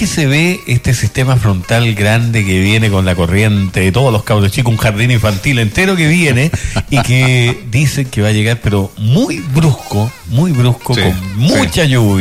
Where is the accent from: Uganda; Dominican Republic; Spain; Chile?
Chile; Porque como buenos chilenos dejamos todo para última hora.